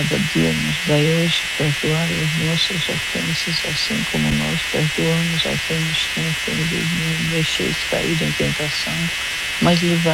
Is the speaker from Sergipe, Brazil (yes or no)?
yes; Sergipe, Brazil; now in Aracaju, Brazil; pelo pessoal da minha cidade natal, … do Sergipe